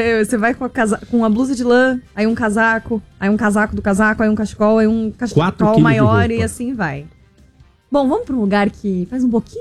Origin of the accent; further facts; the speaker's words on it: South Region, Brazil; moved away; eu sou do Sul